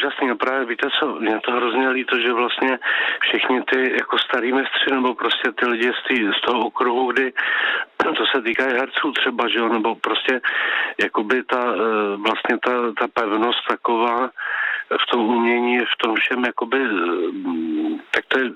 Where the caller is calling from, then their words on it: Prague, Czechia; my jsme z Prahy teda